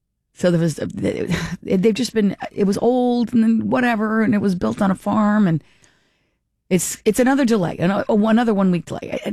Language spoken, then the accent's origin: English; Warwick, Rhode Island, United States; I did not grow up in Cranston. Many people say, are you from Cranston? No, I grew up mostly in Warwick, a few years away.